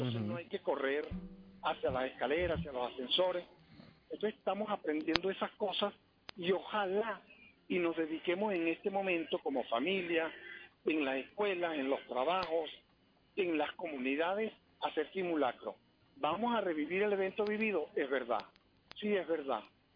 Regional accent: Venezuela; De los cuales 108 somos psicólogos venezolanos desplegados a lo largo del país

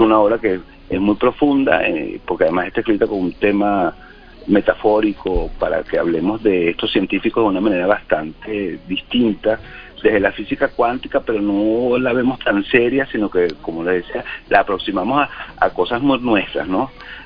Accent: Caracas, Capital District, Venezuela; born there; also born or lived in El Valle, Caracas; vengo de San Agustín

